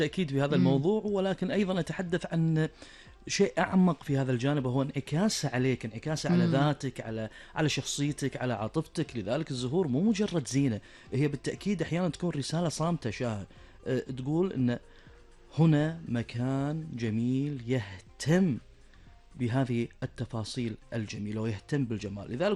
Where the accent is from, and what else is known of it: Kuwait